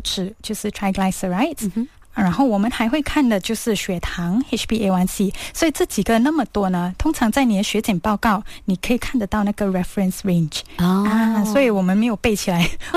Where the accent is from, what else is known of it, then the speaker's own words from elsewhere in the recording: Malaysia; 零食就是我们大马人最喜欢的